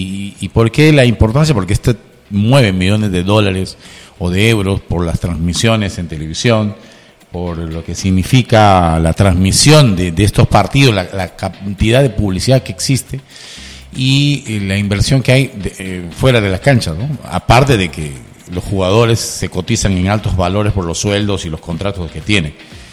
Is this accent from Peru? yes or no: yes; Peru; nosotros primero como peruanos